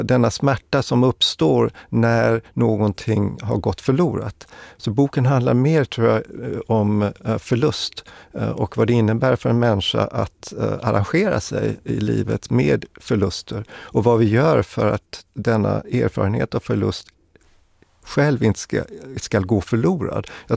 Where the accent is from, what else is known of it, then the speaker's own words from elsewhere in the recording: Sweden; born there; Ja, min far är ju grek, jag är född i Sverige, jag har en österrikisk mor.